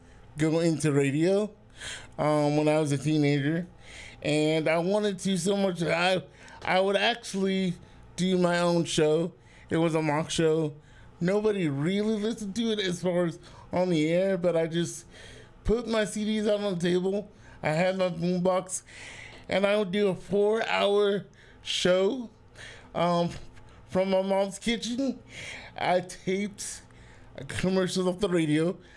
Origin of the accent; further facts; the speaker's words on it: Atlanta, Georgia, United States; I'm from Atlanta.